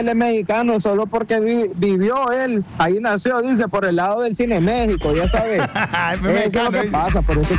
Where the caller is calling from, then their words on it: Nicaragua